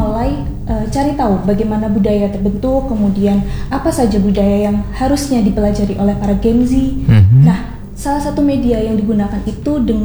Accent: Klaten, Central Java, Indonesia; Karena saya dari Klaten, dan kebetulan Klaten itu banyak sekali umbul

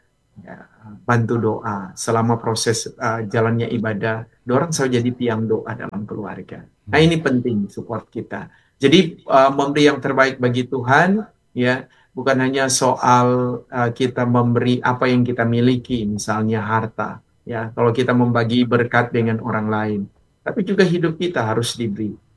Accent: Manado, North Sulawesi, Indonesia; Walaupun kita orang Manado, Umay.

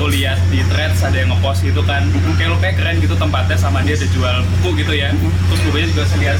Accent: Bekasi, West Java, Indonesia; Saya dari Bekasi.

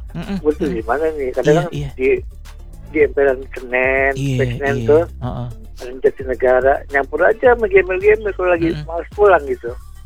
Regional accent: Singapore; born there; Saya lahir di Singapura.

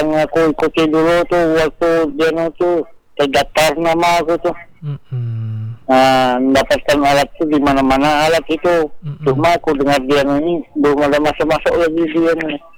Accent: East Kalimantan, Indonesia; walaupun aku suku Tunjung dulunya.

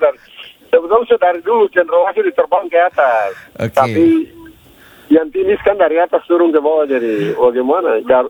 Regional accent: Papua, Indonesia; kita orang Papua ini mau maju ke depan

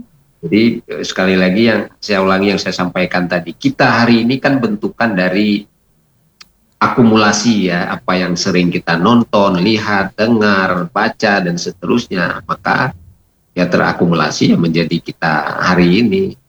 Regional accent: Aceh, Indonesia

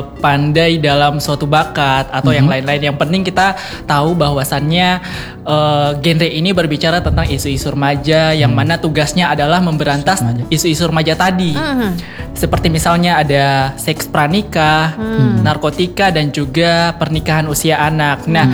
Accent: Central Sulawesi, Indonesia; di kampung saya, khususnya di Kabupaten Parigi Mutong sana

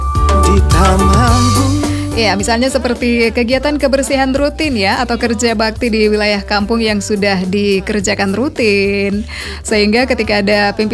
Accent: Papua, Indonesia; kita warga masyarakat Kepulauan Yapen

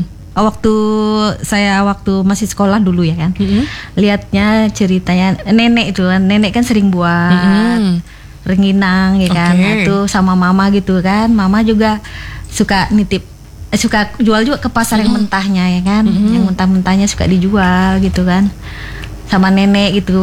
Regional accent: West Java, Indonesia; Iya, memang saya dari Jawa Barat, Sunda ya kan. Iya, orang mama sama nenek kan memang orang Sunda dia kan.

